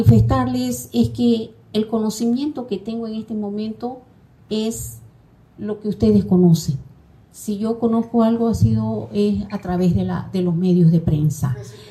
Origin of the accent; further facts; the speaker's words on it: Santa Cruz, Bolivia; mi compromiso con mi pueblo cruceño